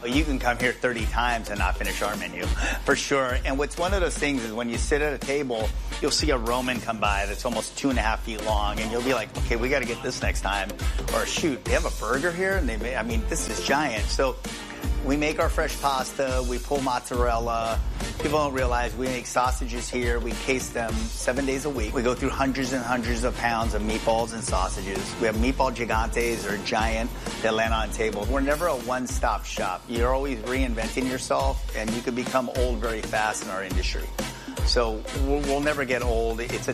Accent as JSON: {"language": "English", "town": "Fremont", "region": "California", "country": "United States", "tie": "born or raised there", "said": "I grew up in Fremont, California, and we lived on a farm. We were about 5 farmers in an area that probably had close to 100 acres."}